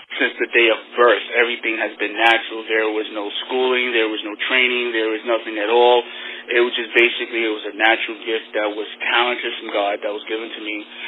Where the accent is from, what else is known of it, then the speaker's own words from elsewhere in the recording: New York, United States; also born or lived in Florida; Well, I'm from New York, and right now I live in, I'm still in New York currently, Long Island and Copaig. I was moving back and forth. Actually, I started everything out in Florida. I used to live in Florida, and I came back over family situations.